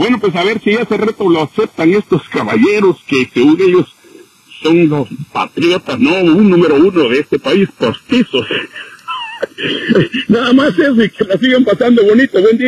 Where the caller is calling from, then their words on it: Houston, Texas, United States; Good morning, de Houston.